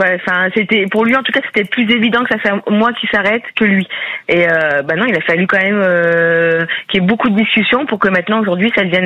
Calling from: Tours, Centre-Val de Loire, France; De Tours.

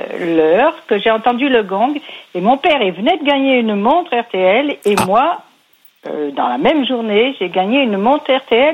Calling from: Saint-Nazaire-en-Mauges, Pays de la Loire, France; Alors du Maine-et-Loire, Saint-Nazaire-en-Mauges. Côté d'une petite ville qui s'appelle Cholet.

